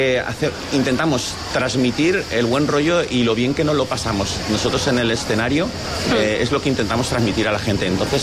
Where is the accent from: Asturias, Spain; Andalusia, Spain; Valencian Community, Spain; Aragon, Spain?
Valencian Community, Spain; Xàtiva; yo soy el que soy de Xàtiva